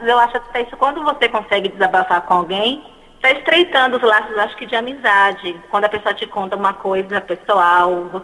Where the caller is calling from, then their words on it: Milan, Lombardy, Italy; Eu falo de Milão.